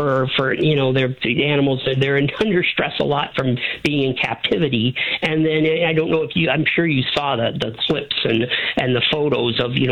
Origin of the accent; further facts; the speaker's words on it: Pelham, Ontario, Canada; I grew up in Pelham